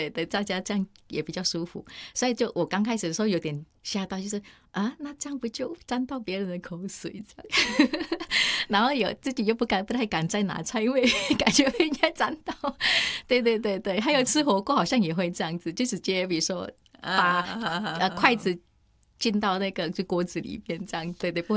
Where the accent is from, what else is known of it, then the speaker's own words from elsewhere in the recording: Indonesia; first language Indonesian; Chinese is a second language; now in Taiwan; 我是完全没有想过要教我小孩就是印尼话，也是我的母语嘛。